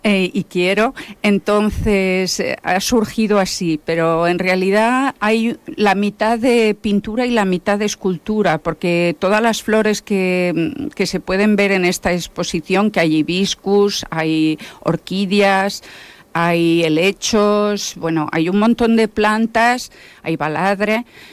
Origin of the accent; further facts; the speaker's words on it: Ibiza, Balearic Islands, Spain; Que bueno, está un poquito lejos para los que somos de Vila.